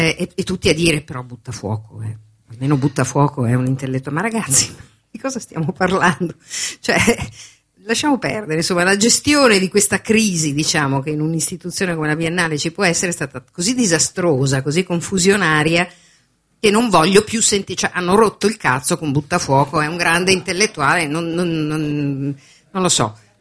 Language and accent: Italian; Milan, Lombardy, Italy; Io subito tempo e denaro perché sono di Milano, quindi, cioè, per cui non è...